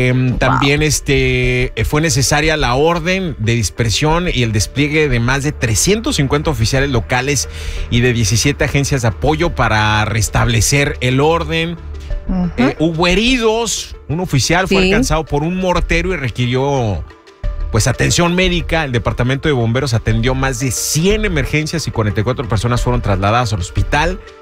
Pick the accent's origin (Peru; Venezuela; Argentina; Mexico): Mexico; now in United States; somos hermanos, mexicanos y colombianos, somos hermanos